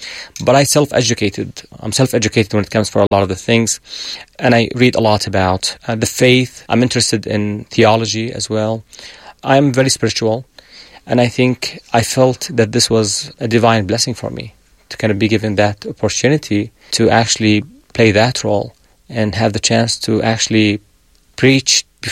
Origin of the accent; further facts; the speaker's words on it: Jordan; Growing in the Middle East, I think Islam as a religion that's pretty much global, in the Middle East, is part of the culture.